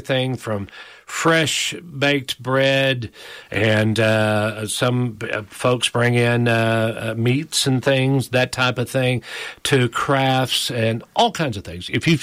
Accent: Paragould, Arkansas, United States; Now, I wasn't born in Paragould, but I've been there all but 3 years of my life. So I'm from Paragould.

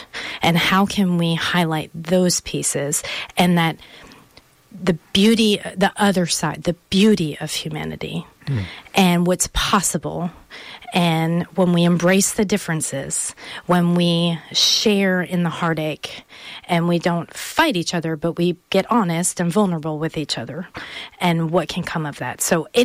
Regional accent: Pennsylvania, United States; also born or lived in New Jersey; I was born in New Jersey, raised in Pennsylvania.

